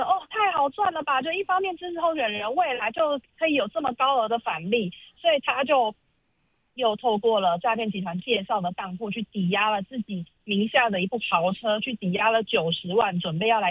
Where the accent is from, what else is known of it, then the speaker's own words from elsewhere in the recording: Taiwan; 因为就是我们台湾人太喜欢讨论政治议题了